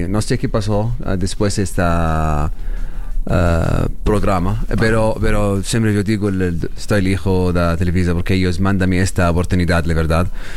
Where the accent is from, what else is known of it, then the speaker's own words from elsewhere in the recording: Medellín, Antioquia, Colombia; Yo veo, soy de Medellín, Colombia.